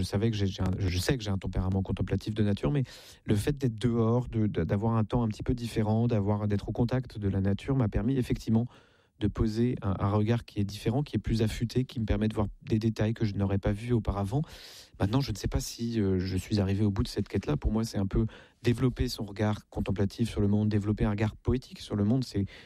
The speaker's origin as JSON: {"language": "French", "town": "Versailles", "region": "Île-de-France", "country": "France", "tie": "born or raised there", "moved": "yes", "lives_now": "Le Mans, France", "said": "Je suis né à Versailles, je viens d'une famille nombreuse."}